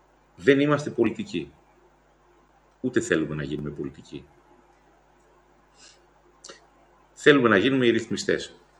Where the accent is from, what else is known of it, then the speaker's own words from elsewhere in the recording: Epirus, Greece; moved away; Τα Γιάννενα είναι η πρωτεύουσα του νομού που είναι η πατρίδα μου.